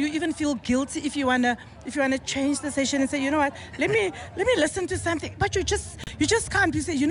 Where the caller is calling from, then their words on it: Vosloorus, Gauteng, South Africa; from Vosloo.